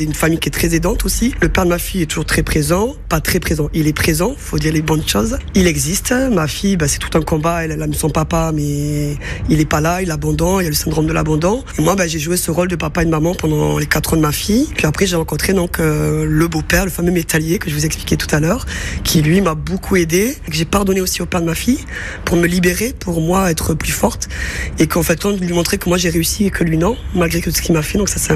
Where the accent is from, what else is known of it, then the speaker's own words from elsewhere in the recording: Carcassonne, Occitanie, France; born there; also born or lived in Paris; Je suis partie de Paris, je suis revenue dans le sud. Moi, je suis née à Carcassonne.